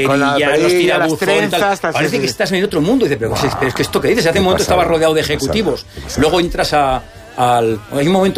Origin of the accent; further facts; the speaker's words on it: Soria, Castile and León, Spain; Pues de Soria. Digo, joder, pues somos vecinos.